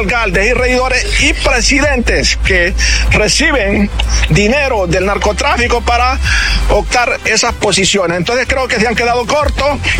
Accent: Honduras; lo hacemos como hondureño

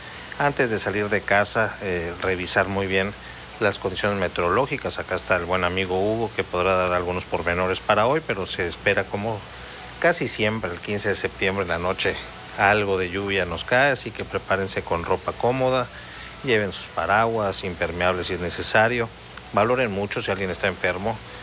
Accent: Mexico; como mexicanas y mexicanos queremos celebrar

